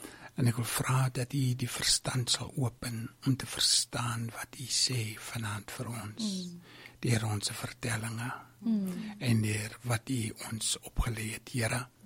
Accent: Mossel Bay, Western Cape, South Africa; ek is gebore hier in Mosselbaai. Ek het groot geword tot op matriek en toe ek weggegaan vir opleiding rondom evangeliewerk

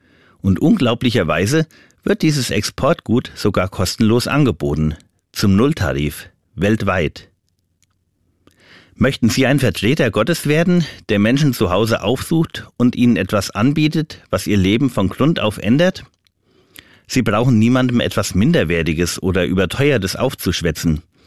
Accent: Germany; Damit werde ich dem Ruf als Deutscher wohl gerecht.

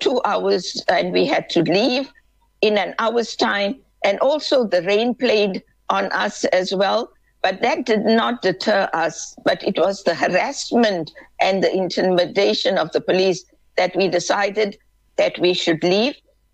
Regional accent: South Africa; this was not what we as South African who want to build our nation be harassed at that.

